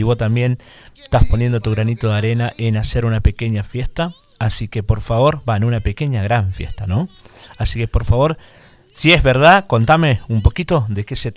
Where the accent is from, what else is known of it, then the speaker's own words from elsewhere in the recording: Reconquista, Santa Fe, Argentina; Mi pueblo también es solidario. Mi pueblo de Reconquista es solidario.